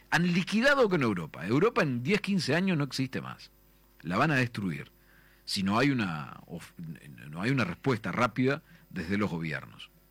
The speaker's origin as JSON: {"language": "Spanish", "country": "Uruguay", "said": "Nosotros acá en Uruguay somos mucho más españoles que los propios españoles de España."}